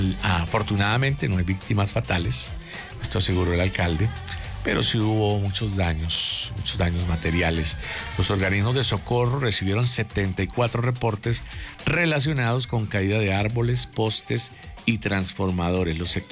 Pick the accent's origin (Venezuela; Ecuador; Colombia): Colombia; Bucaramanga, Santander; Así que vamos a apoyar como buenos bumangueses santandereanos a estas personas.